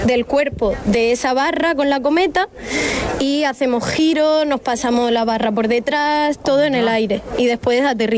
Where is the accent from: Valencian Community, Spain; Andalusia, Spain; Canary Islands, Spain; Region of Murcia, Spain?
Region of Murcia, Spain; Los Alcázares; Yo soy más de Los Narejos